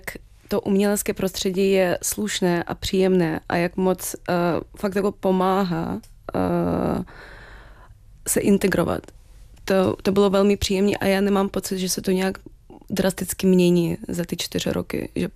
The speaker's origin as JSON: {"language": "Czech", "country": "Ukraine", "second_language": "Czech", "moved": "yes", "lives_now": "Prague, Czechia", "said": "I já doufám, že i tady v Praze vzniká z toho druhý domov. Takže určitě jsem Ukrajinka"}